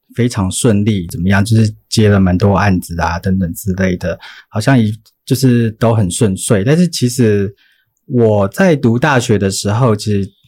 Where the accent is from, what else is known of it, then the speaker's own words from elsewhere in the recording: Taichung, Taiwan; moved away as an adult; 因为我又在台北读书，因为我台中人。